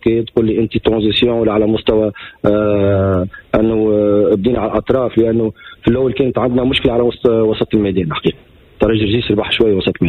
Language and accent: Arabic; Tunisia; سي قيس المتلوي من أحسن كفاءات عندنا في تونس